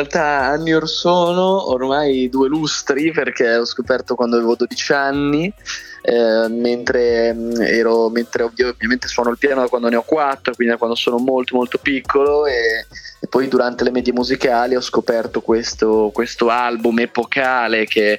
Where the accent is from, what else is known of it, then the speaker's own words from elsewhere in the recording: Bologna, Emilia-Romagna, Italy; conservatorio di Bologna, che è la mia città natale. Poi ho studiato anche negli Stati Uniti